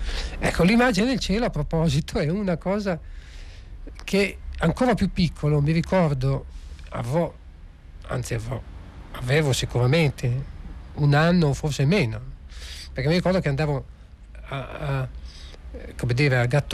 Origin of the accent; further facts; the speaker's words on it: Genoa, Liguria, Italy; born there; Io sono nato a Genova, ma da padre di Cagliari.